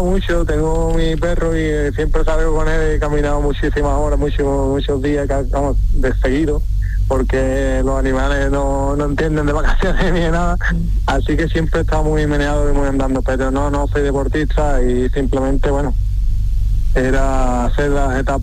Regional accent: Villamartín, Andalusia, Spain; Bueno, pues me apetecía salir de aquí, de Villamartín, de mi pueblo, y llegar hasta Santiago como ese hazaña, ese reto

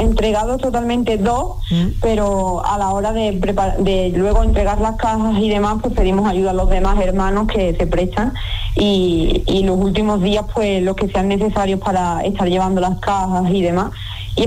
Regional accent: Arcos de la Frontera, Andalusia, Spain; mi caso, pues me presento, diga que … de Arco de la Frontera

